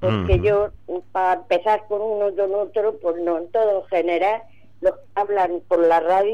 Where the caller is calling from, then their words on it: El Palmar, Region of Murcia, Spain; Del Palmar.